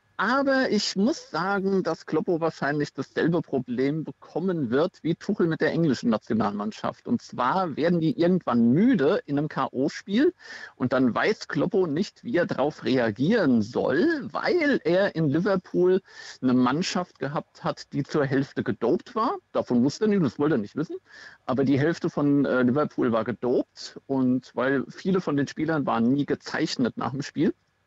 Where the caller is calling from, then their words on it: Mainz, Rhineland-Palatinate, Germany; Ja, ich bin aus Mainz.